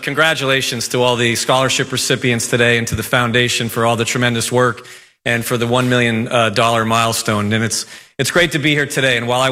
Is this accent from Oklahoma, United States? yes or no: no; New Haven, Connecticut, United States; moved away as an adult; my hometown of New Haven, Connecticut